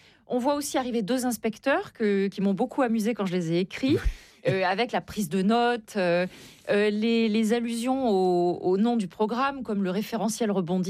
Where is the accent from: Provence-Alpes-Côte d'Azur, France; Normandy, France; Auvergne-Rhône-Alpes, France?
Auvergne-Rhône-Alpes, France; Donc, je suis auvergnate, et mes parents, lorsque nous étions... enfant, dans les années 70, souhaitait nous montrer autre chose que la campagne